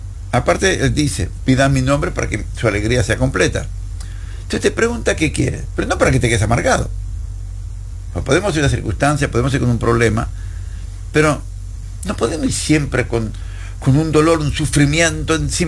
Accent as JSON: {"language": "Spanish", "country": "Argentina", "said": "nosotros somos argentinos que tomamos mate, esa infusión que es una bombillita y tomamos mate ahí, como lo tomo acá todas las mañanas"}